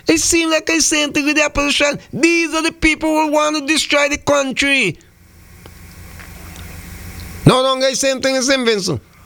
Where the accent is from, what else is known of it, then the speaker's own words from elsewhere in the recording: Antigua & Barbuda; Mrs. Bikai happened down in my hometown too. But these people, you know, these people are desperate. Same country you pull down. Because if me gonna, if me live in America, I may never talk about Antigua so bad.